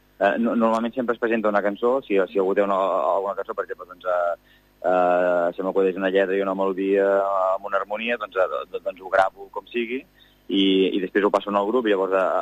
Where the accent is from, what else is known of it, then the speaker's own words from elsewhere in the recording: Terrassa, Catalonia, Spain; nosaltres som de Terrassa, que és una ciutat, mig poble també per la zona on vivim, de Terrassa